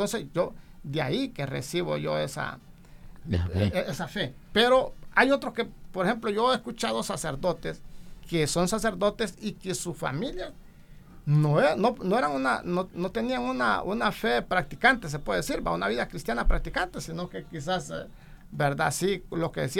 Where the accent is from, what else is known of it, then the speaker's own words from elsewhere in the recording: Pespire, Choluteca, Honduras; yo soy de Pespire, una comunidad bastante lejana, rural